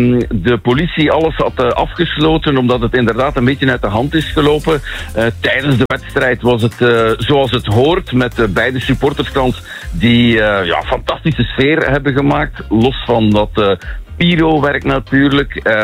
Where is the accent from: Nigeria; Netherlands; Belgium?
Belgium; Flanders